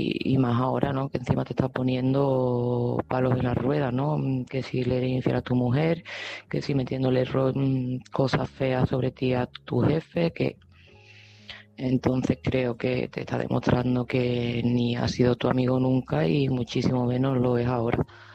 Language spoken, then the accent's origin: Spanish; Seville, Andalusia, Spain; de Sevilla y este mensaje va para Patricio.